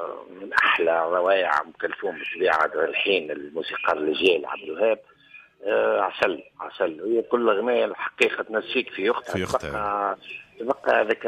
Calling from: Monastir, Monastir Governorate, Tunisia; من البستير

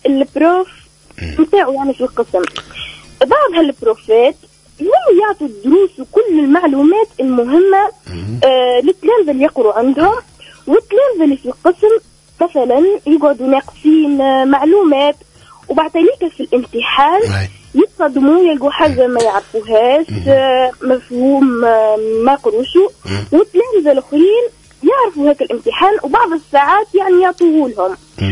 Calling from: Gabès Governorate, Tunisia

